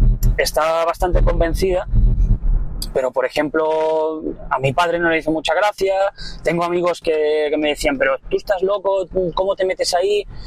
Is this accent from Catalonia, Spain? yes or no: yes; Barcelona, Catalonia, Spain; Vengo de Barcelona.